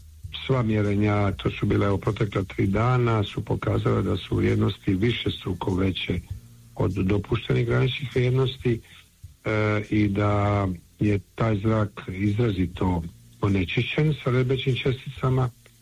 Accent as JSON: {"language": "Croatian", "town": "Split", "region": "Split-Dalmatia County", "country": "Croatia", "said": "ja dolazim iz Splita"}